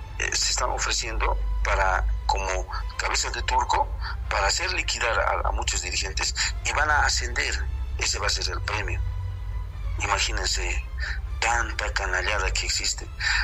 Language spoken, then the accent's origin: Spanish; Bolivia; llamar a la unidad de mi pueblo boliviano, del cual somos nosotros todos. Los bolivianos somos únicos